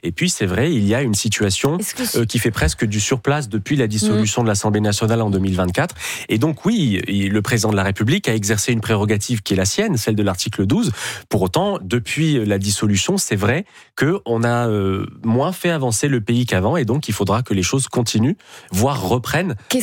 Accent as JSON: {"language": "French", "country": "France", "tie": "born there"}